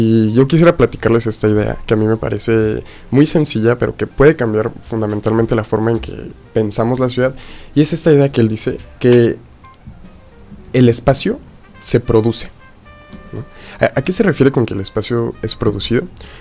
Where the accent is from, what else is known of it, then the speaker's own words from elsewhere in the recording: Chihuahua, Mexico; born there; yo, a diferencia de ustedes, yo nací aquí en Chihuahua